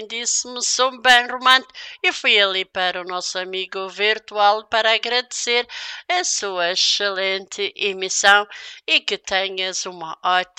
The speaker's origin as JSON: {"language": "Portuguese", "region": "Madeira", "country": "Portugal", "tie": "born or raised there", "moved": "yes", "lives_now": "mainland Portugal", "said": "para a minha terra, para a minha terra natal, para a Ilha da Madeira"}